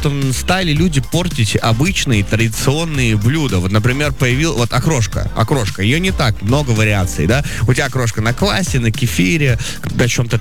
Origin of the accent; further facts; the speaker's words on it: Magadan, Magadan Oblast, Russia; Ну, а у тебя не было такого? Я просто из Магадана, они же там еще их находят же периодически.